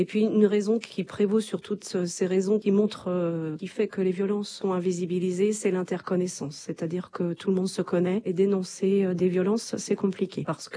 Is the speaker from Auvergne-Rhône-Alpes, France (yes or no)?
no; Pays de la Loire, France; moi, je suis originaire du Pays de Retz. J'ai passé mon enfance, mon adolescence. J'ai fait des études, donc je suis partie. Je suis revenue m'installer à Machecoussin même il y a 22 ans maintenant.